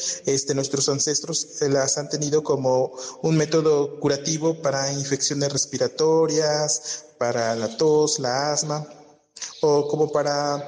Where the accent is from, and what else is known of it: Cuetzalan del Progreso, Puebla, Mexico; born or raised there